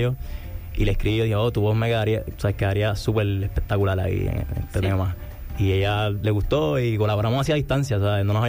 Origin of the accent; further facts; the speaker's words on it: Puerto Rico; yo me crié en un campito en Puerto Rico